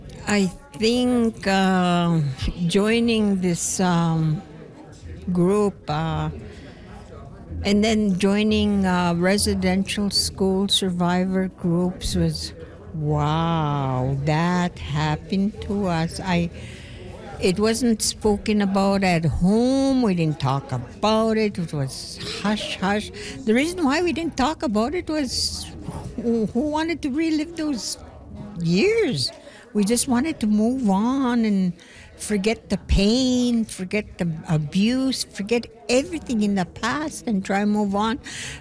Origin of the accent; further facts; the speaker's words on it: Beardy's and Okemasis First Nation, Saskatchewan, Canada; now in Saskatoon, Canada; I'm from Beardies and Okamosis First Nation.